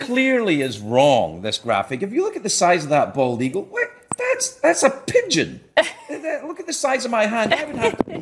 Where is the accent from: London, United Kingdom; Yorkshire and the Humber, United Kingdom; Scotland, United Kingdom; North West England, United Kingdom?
Scotland, United Kingdom; If I say I'm from Scotland, like, oh, Shrek, farty donkey, oh, poo, farty, whatever.